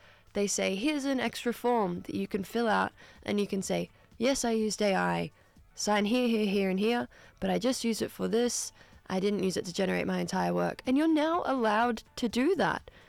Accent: Newcastle, New South Wales, Australia; now in Sydney, Australia; I am not from Sydney. I'm pretty much from Sydney. I'm from Newcastle, which is not too far off. I grew up in Newcastle

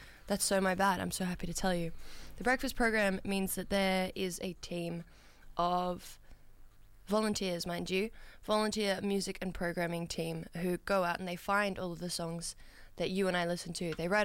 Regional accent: New South Wales, Australia; I grew up on Awabakal land

